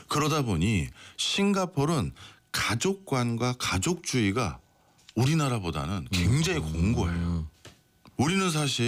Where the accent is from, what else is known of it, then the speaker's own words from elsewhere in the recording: Seoul, South Korea; 저는 집도 서울이라서 굳이 나가서 따로 살 이유가 없잖아요. 통학하는데.